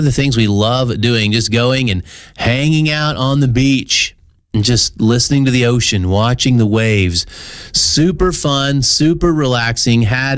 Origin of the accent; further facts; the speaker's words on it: Oklahoma, United States; I told them I was from Oklahoma